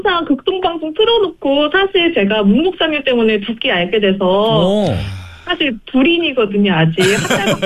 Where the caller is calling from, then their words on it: Seoul, South Korea; 저는 청주 사람은 아니고 서울에서 이제 신앙생활하고 있는데